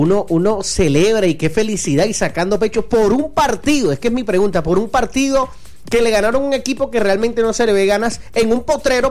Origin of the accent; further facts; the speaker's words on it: Colombia; Soy un buen colombiano